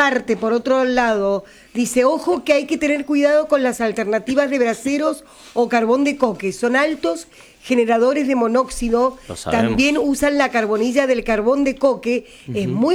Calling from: Maipú, Mendoza, Argentina; de Maipú.

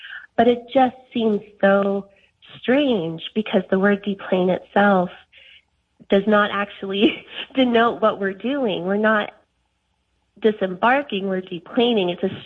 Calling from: Concord, North Carolina, United States; I'm from Concord, North Carolina

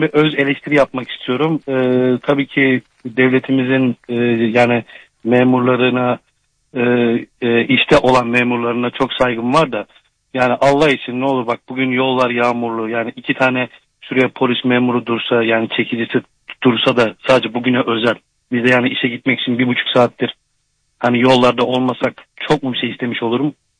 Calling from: Izmit, Kocaeli, Turkey; İzmit'ten arıyorum.

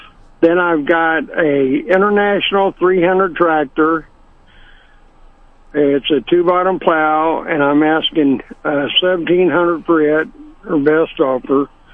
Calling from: Waverly, Missouri, United States

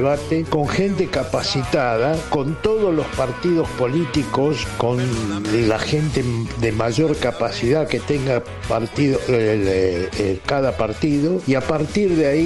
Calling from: Corcovado, Chubut, Argentina; de Corcovado.

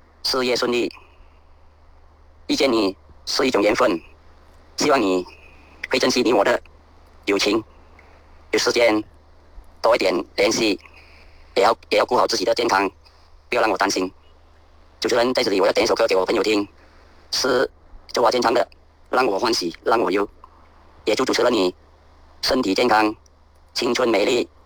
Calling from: Kuala Krai, Kelantan, Malaysia; 我是来自吉兰丹州瓜拉基来的

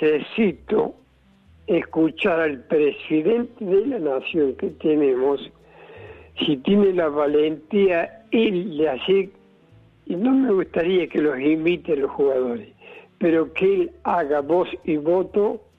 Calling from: Córdoba, Argentina; como argentino, sí me preocupa porque soy argentino

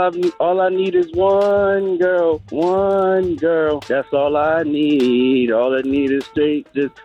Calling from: Owings Mills, Maryland, United States; I'm calling from Owens Mills.

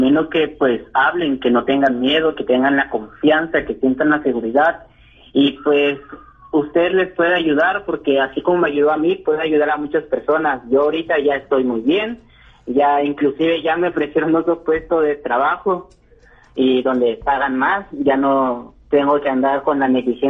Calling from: Fort Worth, Texas, United States; yo soy de Fort Worth.

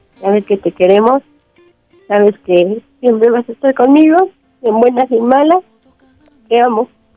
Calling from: Pachuca, Hidalgo, Mexico; De aquí, de Pachuca, Hidalgo.

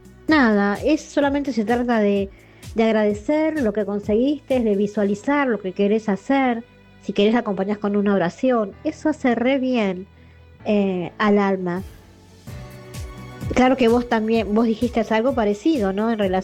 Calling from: Buenos Aires, Argentina; de Capital.

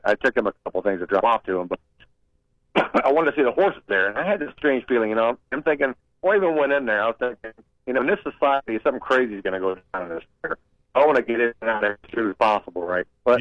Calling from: Mahoning County, Ohio, United States; I'm from the area, right? Because I'm from Mahoning County.

